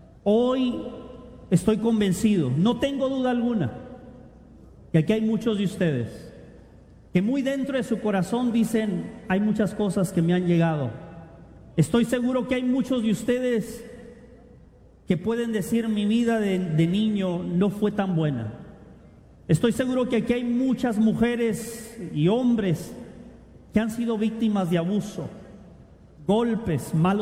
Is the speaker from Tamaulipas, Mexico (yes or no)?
no; Tijuana, Baja California, Mexico; nacía en una casita de cartón en Tijuana